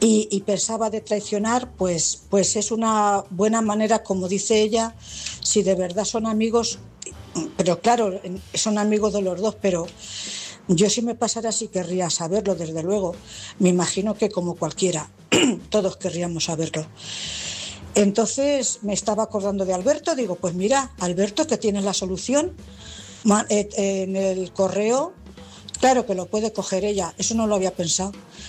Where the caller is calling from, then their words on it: Cuenca, Castilla-La Mancha, Spain; corresponsal de Cuenca.